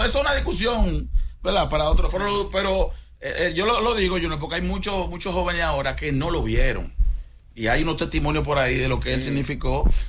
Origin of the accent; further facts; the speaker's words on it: Dominican Republic; nosotros, como República Dominicana y Latinoamérica